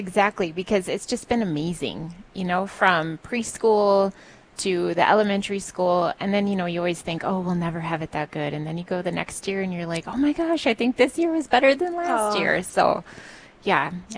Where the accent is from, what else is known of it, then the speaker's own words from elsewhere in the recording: Belle Fourche, South Dakota, United States; now in Rapid City, United States; I grew up in Bell